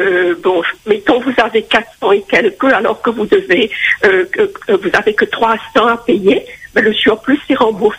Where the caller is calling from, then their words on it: France; Moi, je suis française